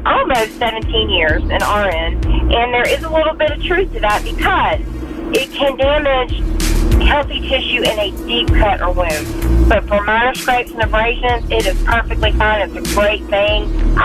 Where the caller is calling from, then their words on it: Aiken, South Carolina, United States; I'm from Aiken, South Carolina.